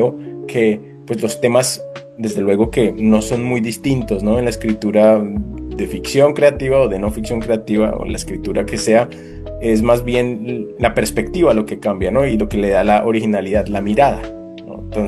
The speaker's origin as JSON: {"language": "Spanish", "country": "Colombia", "said": "también como colombiano, como reportero colombiano"}